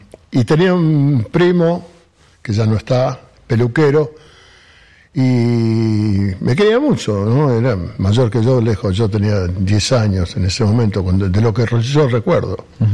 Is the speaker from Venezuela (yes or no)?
no; Buenos Aires, Argentina; also born or lived in Río Cuarto, Córdoba; now in Quilmes, Argentina; Me crié en Barracas, claro. Me crié en el tango